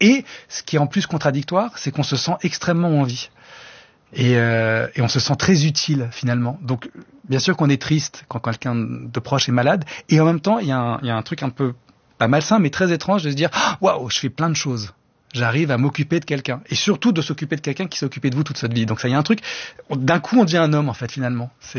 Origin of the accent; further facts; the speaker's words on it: Lebanon; Moi, je suis grec du Liban et les rares fois où j'étais au Liban, je fais beaucoup plus en Grèce.